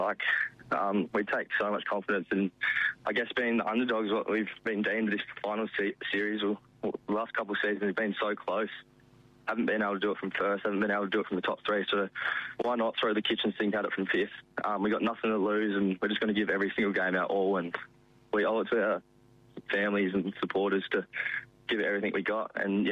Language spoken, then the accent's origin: English; Margaret River, Western Australia, Australia; I grew up in Margaret River, just right in town. Not much really to say. Just always played my junior footy down in Margs.